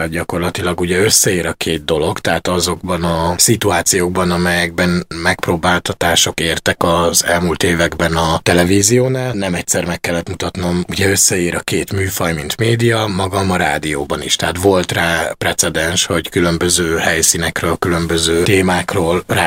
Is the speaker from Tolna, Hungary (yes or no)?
yes; Kocsola, Tolna, Hungary; now in Budapest, Hungary; Tolna megyéből érkeztem, kis kitérőkkel, mármint a fővárosba, Dombovár mellett egy kis falu, Kocsola, körülbelül 1500-an laknak ott.